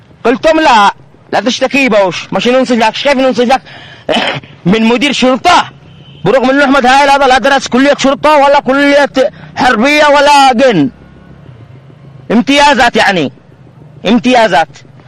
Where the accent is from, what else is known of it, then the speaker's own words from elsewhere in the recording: Taiz, Taiz Governorate, Yemen; نحن ابناء تعز